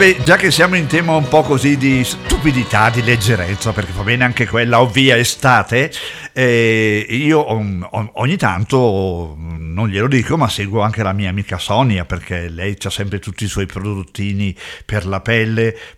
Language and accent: Italian; Switzerland; sono anch'io uno straniero ed extracomunitario, essendo svizzero.